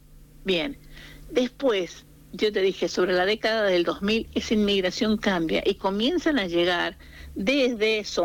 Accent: Argentina; vos sabes muy bien cómo somos los argentinos, campechanos

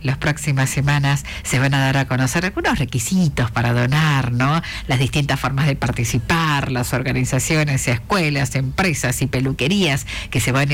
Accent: San Juan, Argentina; algo bonito que tenemos los sanjuaninos

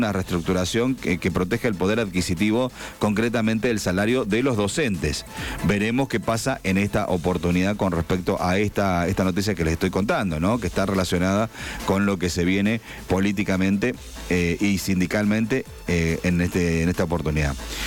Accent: Argentina; Yo soy local, estoy en Argentina, soy argentino.

